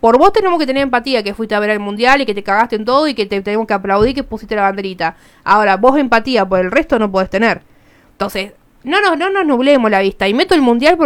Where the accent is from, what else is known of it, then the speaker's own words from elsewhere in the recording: Argentina; la hipocresía que manejamos como país argentino es increíble